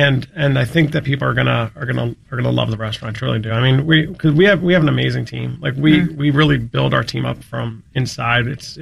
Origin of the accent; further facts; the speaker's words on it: Maryland, United States; Don't forget, Leia, we were born and raised in Montgomery County.